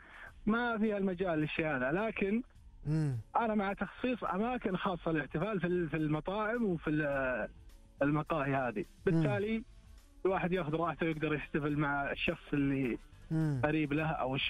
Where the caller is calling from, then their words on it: Riyadh, Riyadh Province, Saudi Arabia; من الرياض